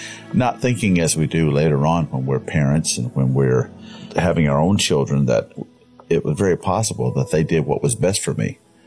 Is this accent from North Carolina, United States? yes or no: yes; Concord, North Carolina, United States; I was adopted by a wonderful man and woman … And I was raised in Concord, North Carolina, which is in Cabarrus County in the beautiful heart of North Carolina in the Piedmont region.